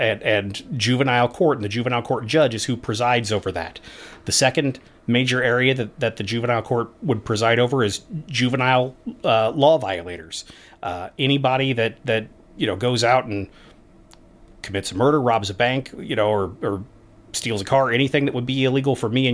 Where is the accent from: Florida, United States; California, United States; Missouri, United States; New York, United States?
Missouri, United States; Columbia; I grew up here in Columbia.